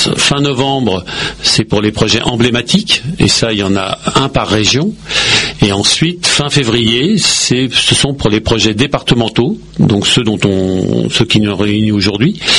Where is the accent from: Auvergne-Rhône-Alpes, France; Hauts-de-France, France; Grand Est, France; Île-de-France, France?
Île-de-France, France; Paris; born there; now in Pontoise, France; Je suis pontoisien aujourd'hui. Non, je suis né dans un autre département de la région parisienne, mais je suis né à Paris même. Mais je suis valdoisien d'adoption et pontoisien plus précisément.